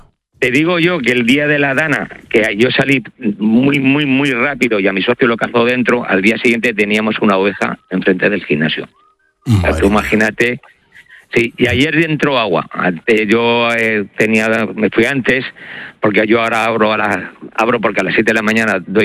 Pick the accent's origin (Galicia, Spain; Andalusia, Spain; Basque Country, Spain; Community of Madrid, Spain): Community of Madrid, Spain; Madrid; now in Valencia, Spain; Que yo creo aquí en Valencia, yo siendo madrileño del barrio de Argüelles, pues que la gente está muy acostumbrada a la lluvia.